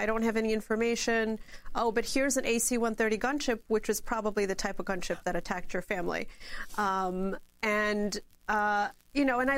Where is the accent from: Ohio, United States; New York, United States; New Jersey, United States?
New York, United States; New York City; And, as a New Yorker, the shock and the horror and all